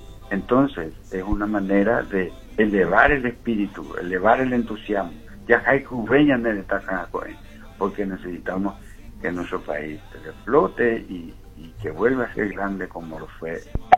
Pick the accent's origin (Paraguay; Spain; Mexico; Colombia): Paraguay; nos apoyemos como paraguayos